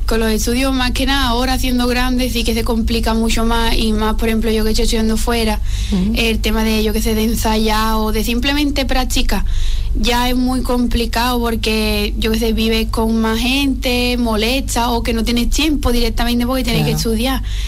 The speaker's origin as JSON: {"language": "Spanish", "town": "Arcos de la Frontera", "region": "Andalusia", "country": "Spain", "said": "somos de pueblos diferentes, de Espera, y Íñigo y yo somos de aquí de Arcos."}